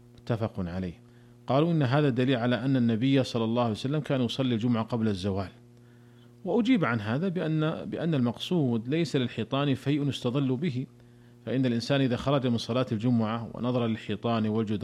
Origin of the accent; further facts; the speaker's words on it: Saudi Arabia; وبكل حال عندنا في المملكة العربية السعودية وزارة الشؤون الإسلامية والدعوة والإرشاد